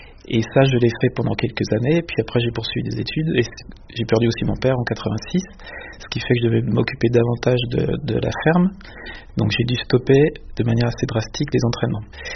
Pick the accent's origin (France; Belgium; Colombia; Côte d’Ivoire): France; Bourgogne-Franche-Comté; Je viens de Franche-Comté, entre Vesoul et Épinal. Donc c'est dans les contreforts des Vosges, une zone un peu montagneuse. Et mes parents avaient une ferme, avaient une petite ferme, une petite exploitation montagne avec une douzaine de vaches.